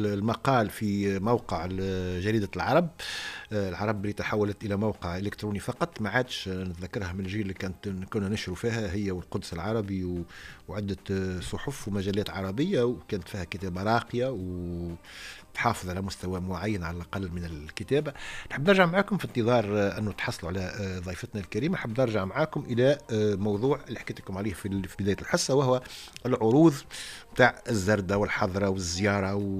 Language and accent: Arabic; Tunisia; عندنا في تونس